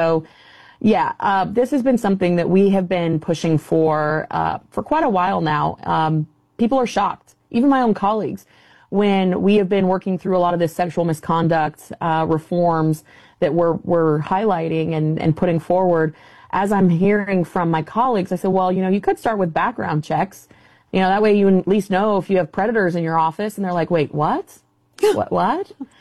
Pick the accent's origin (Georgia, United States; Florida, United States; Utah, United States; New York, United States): Florida, United States; my home state of Florida